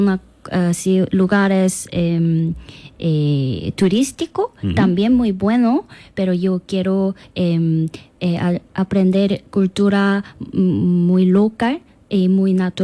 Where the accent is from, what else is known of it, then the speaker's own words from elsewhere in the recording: South Korea; Spanish is a second language; Sí, soy coreana, Corea del Sur.